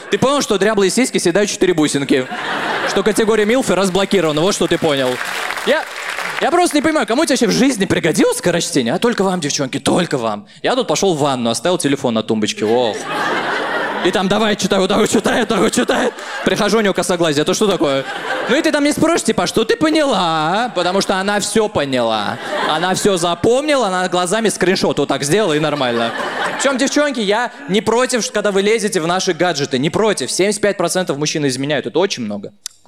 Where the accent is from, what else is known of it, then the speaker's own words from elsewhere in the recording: Tolyatti, Samara Oblast, Russia; now in Moscow, Russia; Я сам из Тольятти.